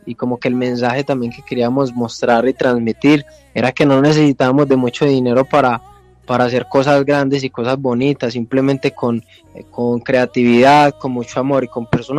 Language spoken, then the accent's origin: Spanish; Pereira, Risaralda, Colombia; now in Medellín, Colombia; yo soy de Pereira. ¿Sí me entiendes? Yo vivo acá en Medellín y todo, pero pues yo soy de Pereira, toda mi familia está en Pereira